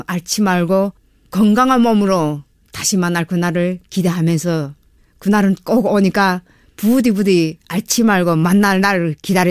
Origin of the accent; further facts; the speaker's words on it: North Korea; 저희 고향, 우리 고향에 있는 자식들, 그다음에 형제들, 우리 고향의 친구들, 친척들, 우리 고향 사람들에게 하고 싶은 이야기는